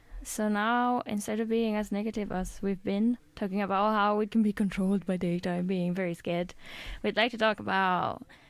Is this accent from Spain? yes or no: yes; Spain; moved away; Well, I'm from Spain